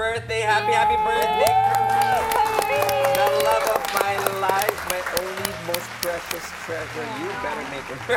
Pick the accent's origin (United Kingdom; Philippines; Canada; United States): Philippines